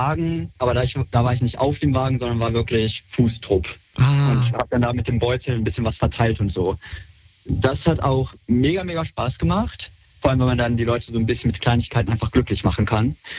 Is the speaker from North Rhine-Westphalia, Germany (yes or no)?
yes; Solingen, North Rhine-Westphalia, Germany; Hier in meiner Heimatstadt, Solingen, da ist der CSD so ein bisschen gewachsen